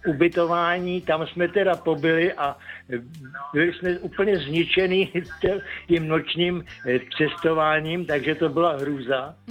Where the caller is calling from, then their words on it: Ústí nad Labem Region, Czechia; z Českého Švýcarska.